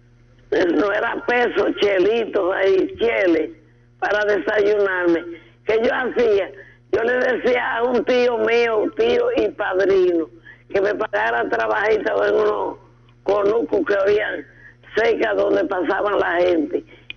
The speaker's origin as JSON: {"language": "Spanish", "region": "Santiago", "country": "Dominican Republic", "tie": "born or raised there", "said": "yo soy de Posiquito del Limón, y yo para venir a misa aquí a Navarrete los domingos por la mañana, cogía burro emprestado."}